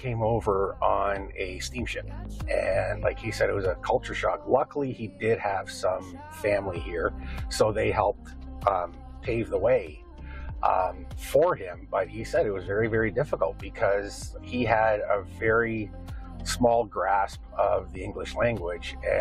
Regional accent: Windsor, Ontario, Canada; first language Ukrainian; English is a second language; growing up in Windsor, Windsor is a really, really multi-ethnic community, and the neighborhood I grew up in was very, very mixed. There was Italians, there was Polish people, there was Ukrainians, French.

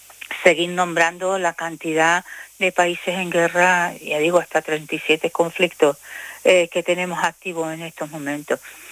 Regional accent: Tenerife, Canary Islands, Spain; las mujeres que pertenecemos a este Tagoror y que somos de Tenerife

